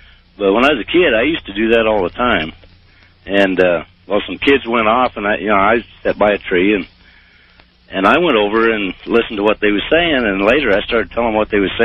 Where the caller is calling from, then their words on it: Alaska, United States; in Alaska.